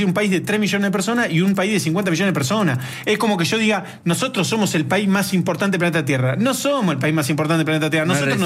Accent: Argentina; No nos quieren como país. No nos quieren porque todos somos soberbios. Para el extranjero somos todos porteños.

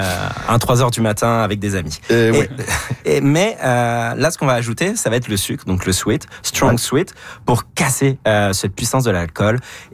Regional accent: France; Je suis français, ça fait partie de ma nationalité.

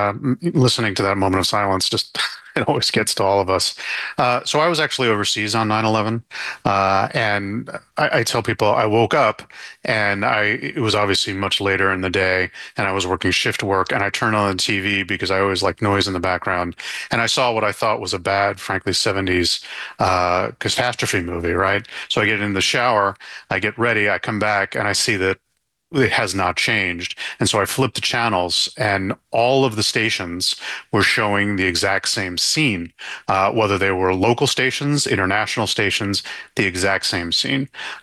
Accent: United States; moved away; clearly I'm an American

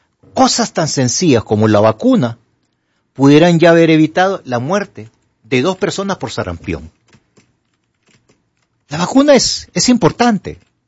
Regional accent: Honduras; en nuestra querida Honduras

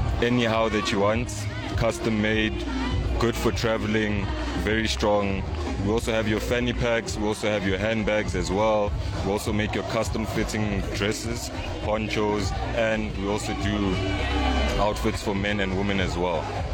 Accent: Nigeria; also born or lived in Ghana; I'm from Nigeria and Ghana.

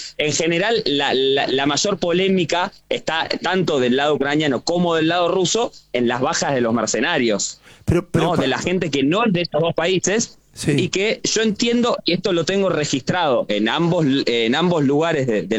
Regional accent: Argentina; cuando le decís que sos argentino

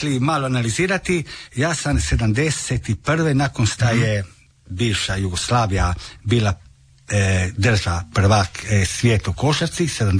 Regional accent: Pula, Istria County, Croatia; born there; 93. smo, pošto smo rođeni u Puli, smo dali zahtjev i imamo mi hrvatsko državljanstvo.

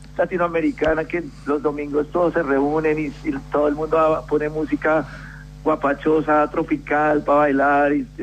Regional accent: Bogotá, Bogotá D.C., Colombia; now in Melbourne, Australia; Yo crecí en Bogotá

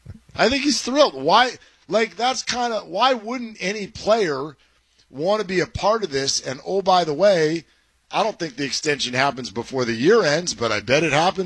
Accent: Bay Area, California, United States; moved away; also born or lived in Los Angeles; I grew up in the Bay Area and I root for the San Francisco Giants.

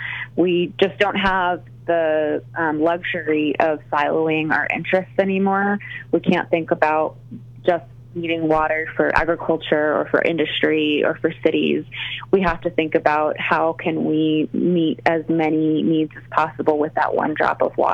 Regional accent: El Paso, United States; You know, I am actually from the El Paso, Southern New Mexico area myself, and growing up in that region is what brought me to this work.

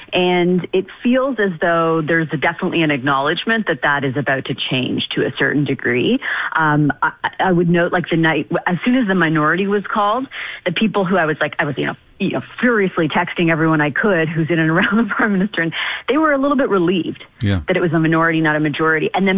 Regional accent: Canada; Maybe a little troubling as a Canadian.

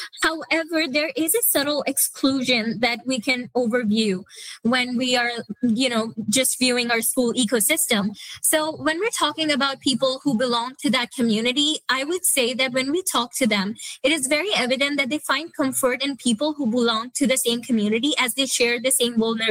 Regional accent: Saskatoon, Saskatchewan, Canada; because I'm from Saskatoon, so I come from a large public school from a city.

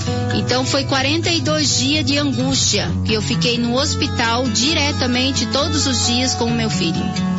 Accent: Gaspar, Santa Catarina, Brazil; eu vim de Gaspar, Santa Catarina

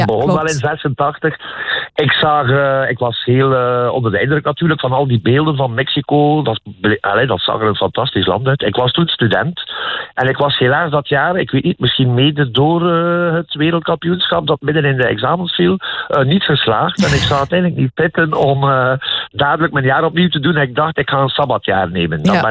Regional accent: Belgium; En ze vroegen, van waar kom jij? En ik zei, Belgica.

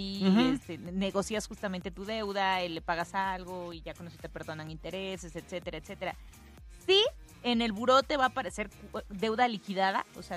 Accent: Mexico; y nosotros como ciudadanos, como personas, como mexicanos, tenemos algunos derechos conforme a la ley.

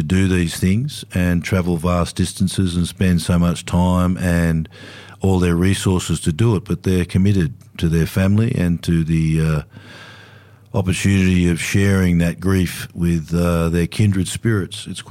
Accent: Sydney, New South Wales, Australia; I grew up in Sydney

